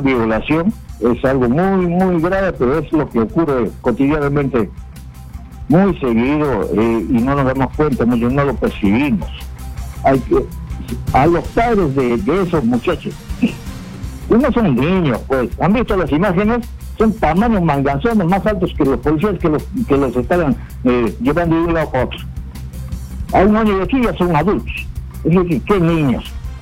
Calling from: Lima, Peru; de Soto Lima

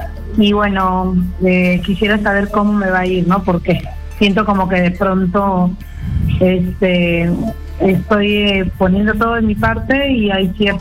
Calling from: Ancash, Peru

